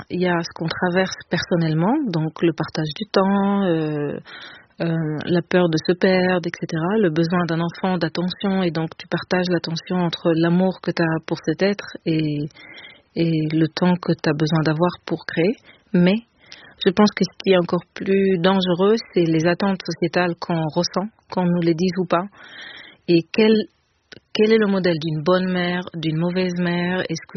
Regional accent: Israel; moved away; j'ai été élevée en Israël et qu'il y a quelque chose de très direct dans cette langue-là aussi.

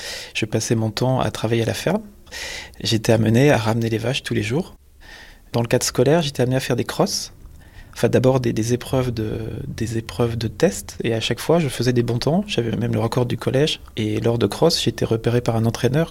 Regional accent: Bourgogne-Franche-Comté, France; born or raised there

